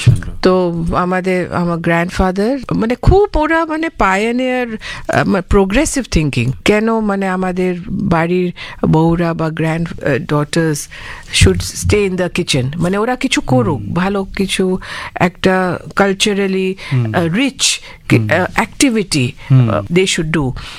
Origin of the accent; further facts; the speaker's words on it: Kolkata, West Bengal, India; born there; also born or lived in Indore, Madhya Pradesh; আমি খুবই ছোট ছিলাম, আমার জন্ম হয়েছে ইন্দোর, মধ্যপ্রদেশ। আমার মা ওখান থেকে এসেছেন, তো খুব ছোট ছিলাম যখন মা আমাকে এখানে নিয়ে এসেছে। আর আমরা, আমার বাবা তো, আমার গ্র্যান্ডফাদার, আমার পুরো ফ্যামিলি অনেক আগে এসেছিলেন কলকাতায়। তো আমরা প্রথম থেকে অনেক বছর থেকে কলকাতায় সেটেলড